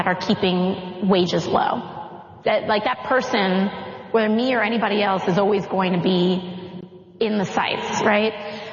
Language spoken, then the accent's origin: English; The Bronx, New York, United States; And of course, I'm a woman. And of course, I'm Latina. And I'm from the Bronx.